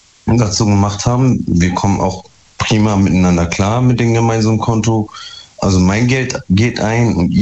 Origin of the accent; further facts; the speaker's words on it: Duisburg, North Rhine-Westphalia, Germany; Ich komme aus Duisburg.